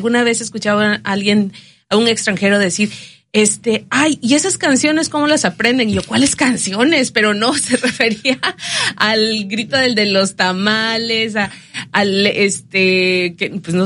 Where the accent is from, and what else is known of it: Mexico